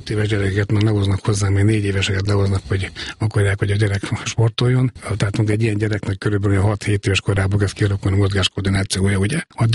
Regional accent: Miskolc, Borsod-Abaúj-Zemplén, Hungary; born there; Miskolcon születtem 1965-ben

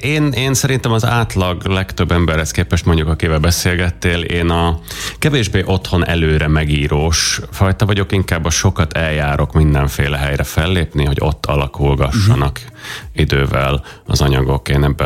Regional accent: Budapest, Hungary; édesapám szíriai, de igazából ez nem annyira van bennem. Szóval én itt Budapesten születtem, nőttem föl, és nem beszélek arabul

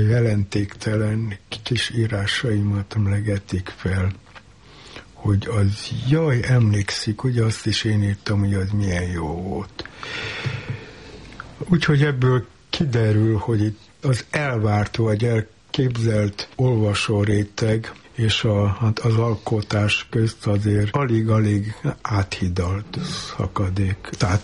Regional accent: Transylvania, Romania; moved away; Én inkább otthon, Erdélyben tartózkodás félét éreztem irányomban.

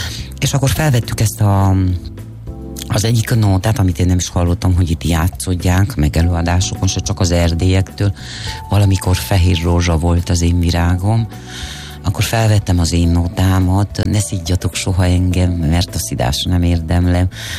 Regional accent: Târgu Mureș, Mureș County, Romania; otthon Marosvásárhelyen

